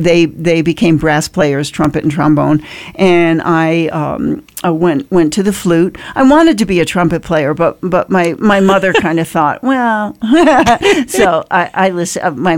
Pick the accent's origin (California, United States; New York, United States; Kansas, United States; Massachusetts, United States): New York, United States; Well, I was born in New York City. I grew up actually outside of the city, but I grew up in a musical family. I was born in the early 50s.